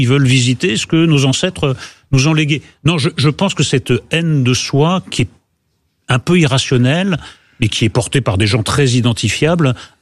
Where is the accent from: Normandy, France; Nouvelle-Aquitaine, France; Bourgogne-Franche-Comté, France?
Nouvelle-Aquitaine, France; Moi, j'ai été élevé au Pays Basque